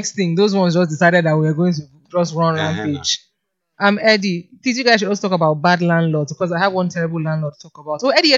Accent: Lagos, Nigeria; from Satellite Town. Hey, from the hood, man. You know, I grew up in Satellite Town

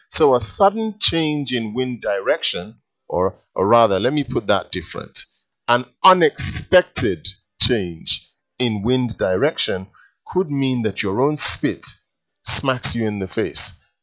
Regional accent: London, United Kingdom; Now, I've got loads of friends, however, being a Londoner myself, who are Arsenal supporters.

